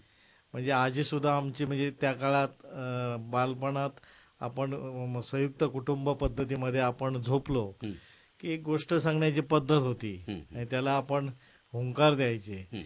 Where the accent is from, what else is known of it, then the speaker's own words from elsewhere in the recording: Mangaon, Maharashtra, India; माझे जन्मगाव सिंधुदुर्ग जिल्ह्यातील कुडाळ तालुका मानगाव.